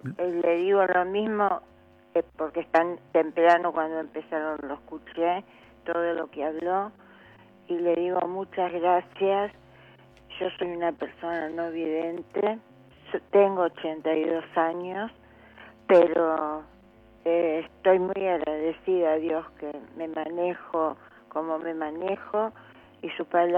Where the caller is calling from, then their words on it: Buenos Aires, Argentina; de Congreso.